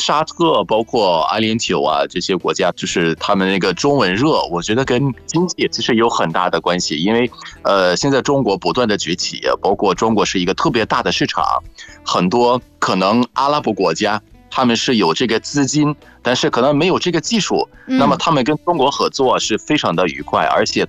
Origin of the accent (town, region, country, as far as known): Egypt; Chinese is a second language